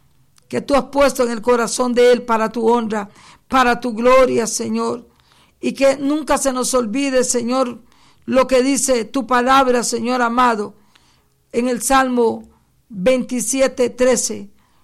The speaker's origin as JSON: {"language": "Spanish", "region": "Puntarenas", "country": "Costa Rica", "tie": "born there", "moved": "yes", "said": "Allá en la tierra donde yo nací, Señor, entre Quepos y Parrita"}